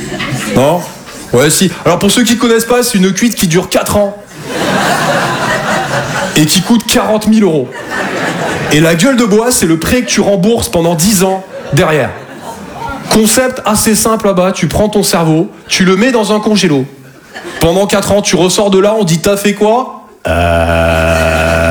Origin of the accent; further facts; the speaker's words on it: Toulouse, Occitanie, France; je viens de Toulouse à la base. Et je sais pas vous, mais moi je me perds beaucoup dans Paris.